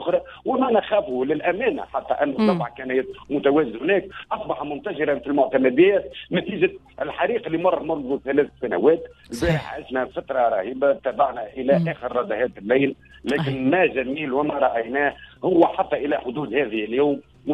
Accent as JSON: {"language": "Arabic", "country": "Tunisia"}